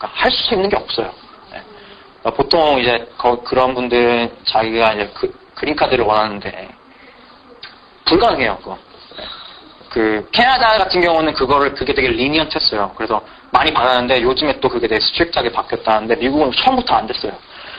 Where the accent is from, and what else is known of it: North Korea; now in United States